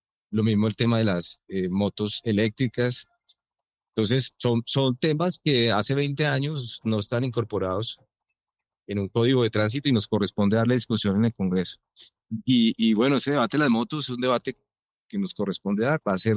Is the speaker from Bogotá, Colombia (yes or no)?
yes; Bogotá, Colombia; Yo soy bogotano y vivo en Bogotá, sí, señor.